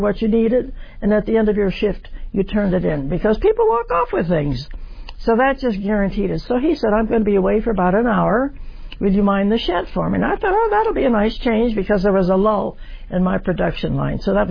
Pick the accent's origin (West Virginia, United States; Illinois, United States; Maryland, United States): West Virginia, United States; born there; And I said, well, I was born in West Virginia, so she wanted to know the subject.